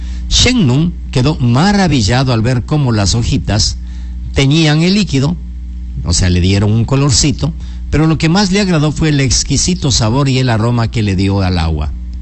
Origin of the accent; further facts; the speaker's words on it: Macas, Morona Santiago, Ecuador; nosotros nos referimos a esto, los macabeos, maquenses, los de Morona Santiago